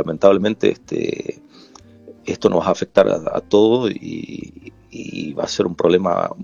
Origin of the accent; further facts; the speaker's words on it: Pampa del Indio, Chaco, Argentina; first language Qom; Spanish is a second language; moved away as an adult; now in Dijon, France; yo soy ciudadano argentino, yo soy chaqueño, pertenezco al pueblo indígena Qom. Yo nací en Pampa del Indio, en la provincia del Chaco, a unos 300 kilómetros de Resistencia, que es la capital de Resistencia, uh-huh. Y vivo aquí en Dijon hace aproximadamente 7 años.